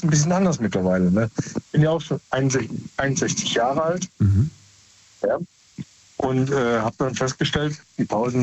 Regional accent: Rhineland-Palatinate, Germany; Aus dem Hunsrück.

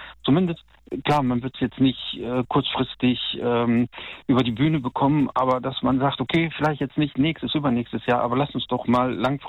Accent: North Rhine-Westphalia, Germany; ich komme ja aus NRW und da ist die Wohngesellschaft LEG.

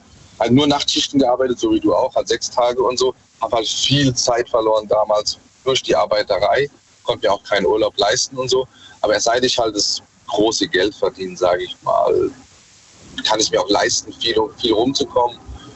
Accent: Mannheim, Baden-Württemberg, Germany; Aus Mannheim.

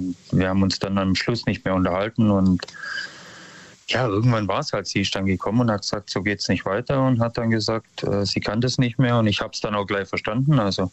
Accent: Ulm, Baden-Württemberg, Germany; Ich bin aus Ulm, Neum.

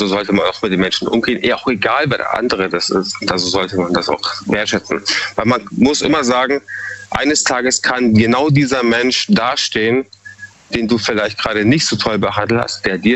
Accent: Munich, Bavaria, Germany; born or raised there; now in Freiburg, Germany

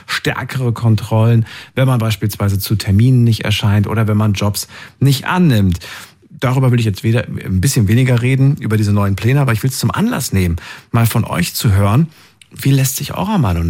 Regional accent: Thuringia, Germany; born there; Ich bin in Thüringen geboren, das war früher so.

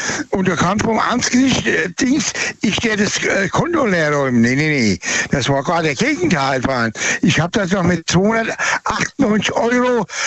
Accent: Birlenbach, Rhineland-Palatinate, Germany; born there; Und zwar weiß ich, wo ich geboren bin, in dem Ort Birlenbach.

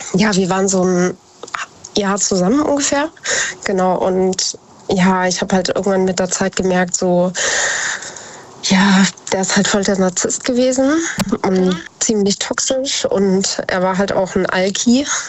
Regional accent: Idstein, Hesse, Germany; Ich komme aus der Nähe von Wiesbaden. Ich komme aus Edstein.

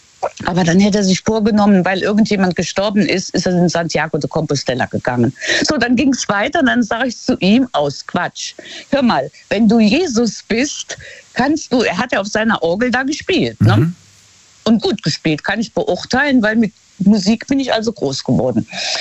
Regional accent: Luxembourg; dieses gemähende Kaffee heißt das bei uns in Luxemburg, das ist eigentlich ja, so eine altmodische Kneipe mit Kaffee

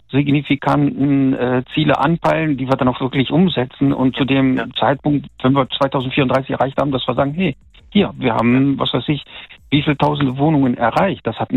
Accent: North Rhine-Westphalia, Germany; Also ich komme hier aus dem Siegburger Kölner Bereich, Bonn quasi, und da ist der Wohnraum extrem knapp.

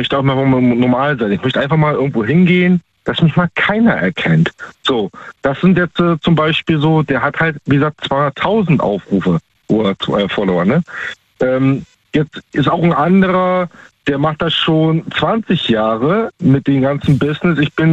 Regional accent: Baltic coast, Germany; Ich bin ursprünglich aus der Ostsee, da oben die Ecke.

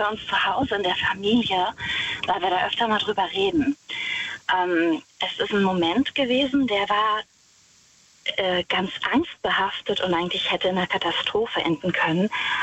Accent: Rhineland-Palatinate, Germany; Ich bin aus der Nähe von Wittlich.

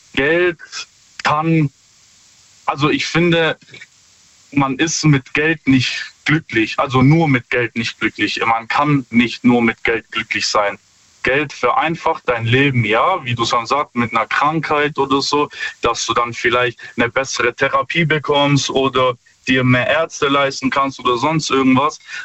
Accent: Stuttgart, Baden-Württemberg, Germany; Ja, hi. Stuttgart.

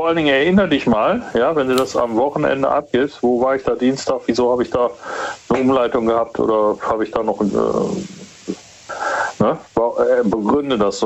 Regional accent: Stuttgart, Baden-Württemberg, Germany; Ich habe ja, glaube ich, erzählt, ich komme aus Stuttgart und da gibt es viele Staffeln.

